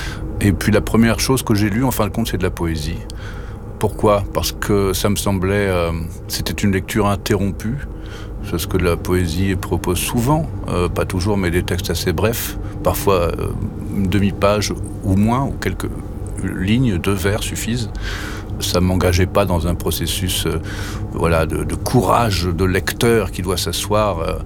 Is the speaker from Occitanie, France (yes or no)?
no; Brittany, France; je suis né en 70 dans le Morbihan, au bord de la mer.